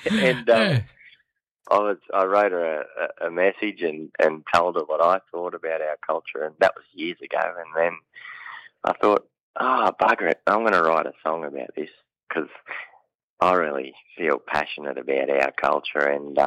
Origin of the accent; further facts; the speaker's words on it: Queensland, Australia; yes, you're right, I'm from Queensland.